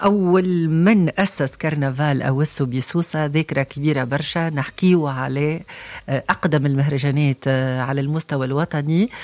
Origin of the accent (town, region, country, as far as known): Tunisia